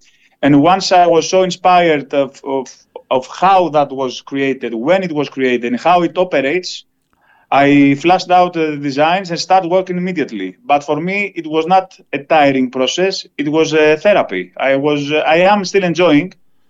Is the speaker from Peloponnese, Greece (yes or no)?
yes; Kalamata, Peloponnese, Greece; I've met them on my hometown, which is Kalamata, Greece, a southwest place in the Peloponnese, in the Mediterranean.